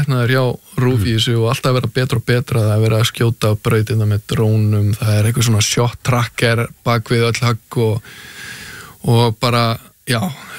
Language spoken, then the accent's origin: Icelandic; Hafnarfjörður, Capital Region, Iceland; ég ólst upp í Hafnarfjörðinum að golfklúbbur Keili bara byrjaði þar 7-8 ára gamall